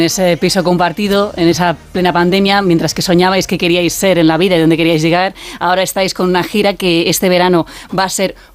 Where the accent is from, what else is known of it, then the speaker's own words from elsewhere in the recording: Valencia, Valencian Community, Spain; yo soy de Valencia